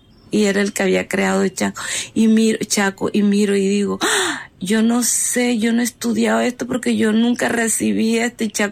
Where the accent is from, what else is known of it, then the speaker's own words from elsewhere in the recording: San Martín de Loba, Bolívar, Colombia; born there; Nací en San Martín de Loba, sur del departamento de Bolívar.